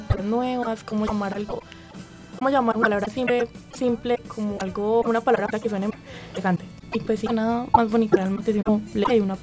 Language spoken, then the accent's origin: Spanish; Medellín, Antioquia, Colombia; also born or lived in Peru; now in Bello, Colombia; Yo nací en Aranjuez, en el hospital La Piloto.